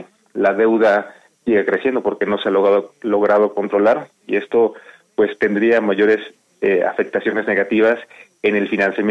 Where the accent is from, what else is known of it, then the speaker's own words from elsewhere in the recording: Mexico; en estos mitos que tenemos como mexicanos